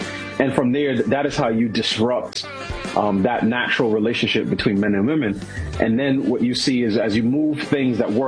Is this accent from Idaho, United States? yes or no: no; New York City, New York, United States; I grew up in New York City. You know, I went to school in college in Pittsburgh. I've been in the D.C. area now almost 20 years.